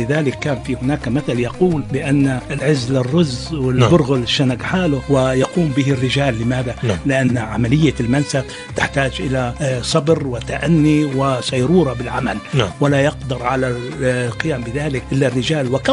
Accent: Jordan; نحن في الأردن

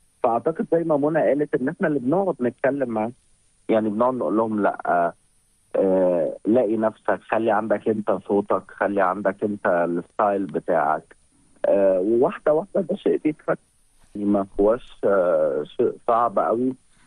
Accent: Egypt; عندنا في مصر

